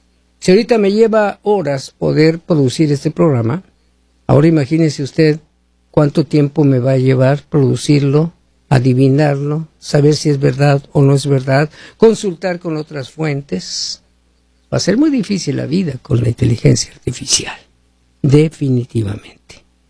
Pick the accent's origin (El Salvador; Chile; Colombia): El Salvador; Somos de El Salvador.